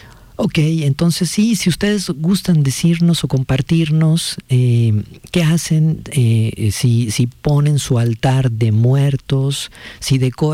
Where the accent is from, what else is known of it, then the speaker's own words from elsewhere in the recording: Mexico; para nosotros, sí, como mexicanos